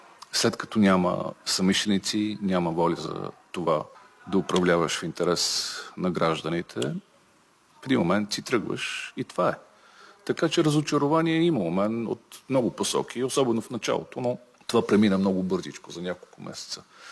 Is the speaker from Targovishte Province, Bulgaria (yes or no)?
no; Kyustendil Province, Bulgaria; близо до родното ми село Метоха Орлица преди Рилския манастир